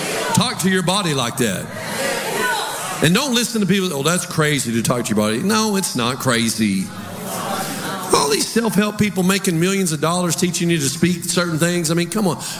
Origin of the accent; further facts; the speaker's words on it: Texas, United States; I'm Texan, so I say M. E-M.